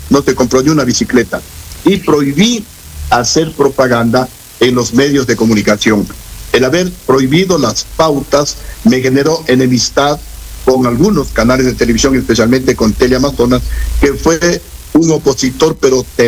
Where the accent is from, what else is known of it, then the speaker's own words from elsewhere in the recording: Ecuador; somos los ecuatorianos confiados, creemos en la palabra de la gente.